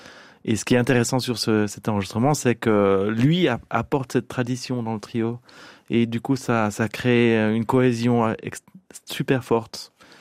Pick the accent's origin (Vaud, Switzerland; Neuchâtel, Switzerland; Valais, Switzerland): Neuchâtel, Switzerland; La Chaux-de-Fonds; born there; nous sommes nés au même endroit mais à deux différentes périodes parce qu'il vient du Locle, moi de la Chaux-de-Fonds.